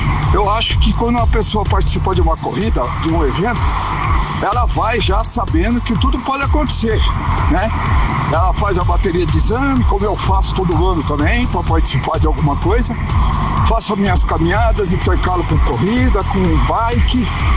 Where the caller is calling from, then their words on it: Mogi das Cruzes, São Paulo, Brazil; eu falo de Mogi das Cruzes.